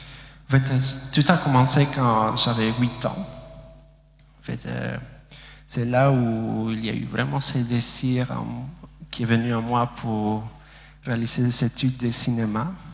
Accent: Bolivia; moved away; j'ai 25 ans et je suis bolivien. Je viens de la Bolivie, en fait, je se trouve en Amérique du Sud. Et voilà. Et du coup, en fait, moi je suis diplômé en réalisation cinématographique à Paris.

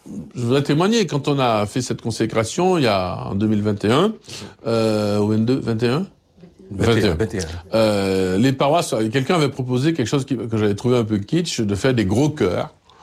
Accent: Martinique, France; Ce que je dis là, c'est pas en tant que Martiniquais seulement. C'est pour tous les peuples.

